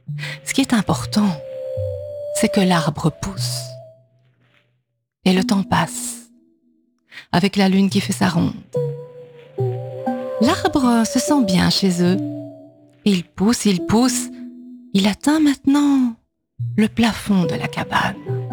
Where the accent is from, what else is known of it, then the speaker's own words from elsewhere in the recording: Namur, Wallonia, Belgium; oui, donc je viens de Namur.